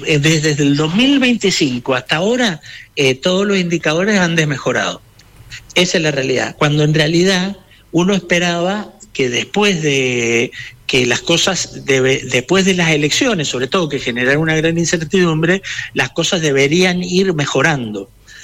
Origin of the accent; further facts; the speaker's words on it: Mendoza, Argentina; tenemos muchos pobres en el Gran Mendoza